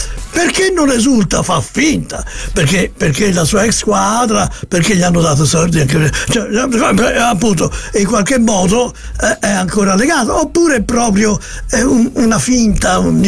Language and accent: Italian; Campania, Italy; Ma io sono napoletano, posso mia parlare fiorentino? Sono napoletano.